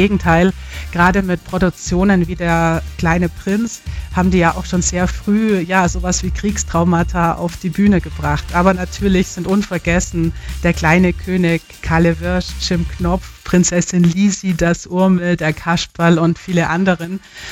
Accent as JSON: {"language": "German", "town": "Augsburg", "region": "Bavaria", "country": "Germany", "tie": "born or raised there", "said": "denn ich bin ja gebürtige Augsburgerin"}